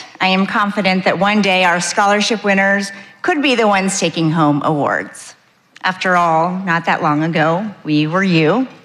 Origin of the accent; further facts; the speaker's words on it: Buckhannon, West Virginia, United States; Those images of the devastating floods that you've been seeing are from my hometown.